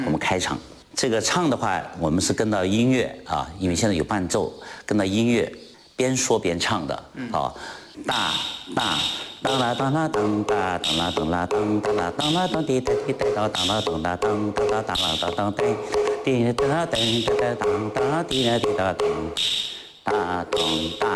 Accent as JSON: {"language": "Chinese", "region": "Jiangxi", "country": "China", "said": "我们江西这边都是属于采茶戏，我们的吉安采茶戏"}